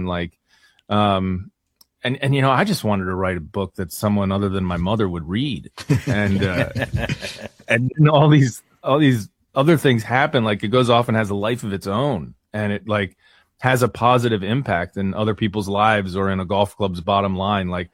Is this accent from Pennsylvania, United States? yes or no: yes; Philadelphia, Pennsylvania, United States; I mean, I'm from Philly. I don't try to play like the I'm Irish thing, but that is where my DNA or whatever comes from.